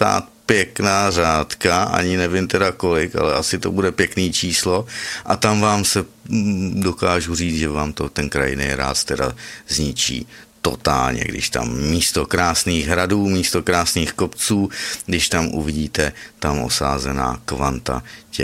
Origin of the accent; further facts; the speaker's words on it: Chomutov District, Ústí nad Labem Region, Czechia; když já jsem tedy z Kraňska, nebo řekněme z Chomutovska